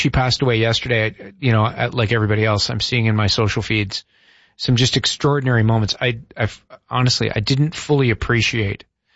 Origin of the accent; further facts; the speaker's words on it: Toronto, Ontario, Canada; who I might have listened to when I was growing up in Toronto on CFNY